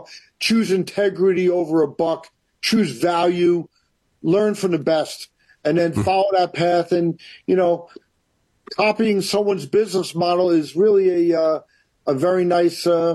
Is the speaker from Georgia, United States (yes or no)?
no; Valley Stream, New York, United States; You know, I'm a baby boy, three older sisters, Valley Stream, New York, born and raised.